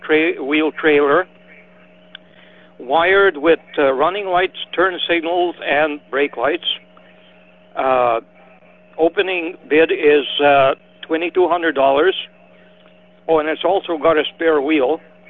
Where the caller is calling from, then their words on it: Manitoba, Canada; Camarno, Manitoba.